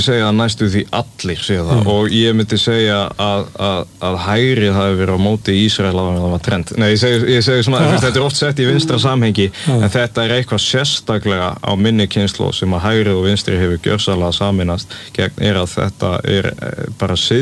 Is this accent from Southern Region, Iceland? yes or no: yes; Southern Region, Iceland; Og ég er úr Grímsnesinu, ég bjó í gullna hringnum